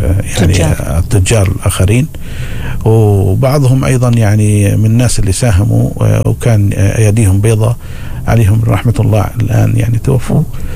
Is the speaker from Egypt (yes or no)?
no; Muttrah, Muscat Governorate, Oman; born there; وأنا أحيانا لما أروح على مطرح، أنا من مواليد مطرح يعني